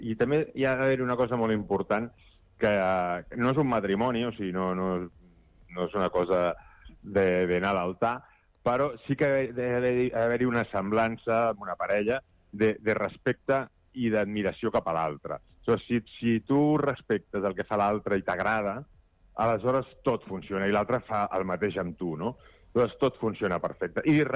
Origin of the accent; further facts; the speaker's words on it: Badalona, Catalonia, Spain; jo sóc de Badalona